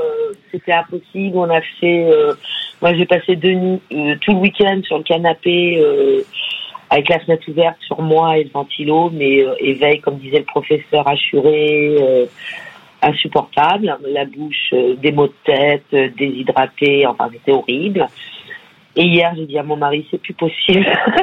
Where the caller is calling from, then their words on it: Chanteloup-les-Vignes, Île-de-France, France; Des Yvelines, Chanteloup-les-Vignes.